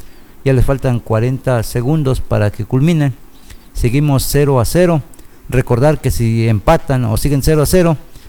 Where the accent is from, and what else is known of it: Mexico